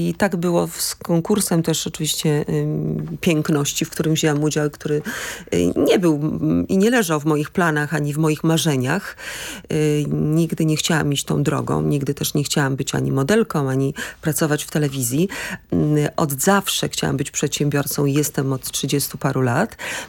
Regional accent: Szczecin, West Pomeranian Voivodeship, Poland; bo ja się urodziłam w Szczecinie i pierwsze swoje lata młodości spędziłam dzieciństwa w Szczecinie

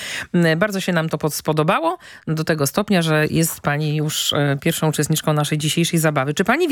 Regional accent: Wrocław, Lower Silesian Voivodeship, Poland; moved away; Proszę bardzo, tutaj moje rodzinne miasto.

